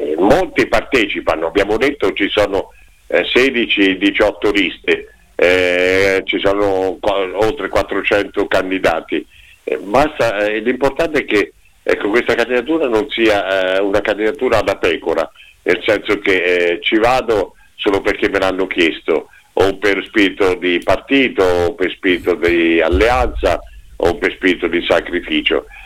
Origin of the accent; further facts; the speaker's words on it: Perugia, Umbria, Italy; io, che non sono di Macerata ma sono di Perugia.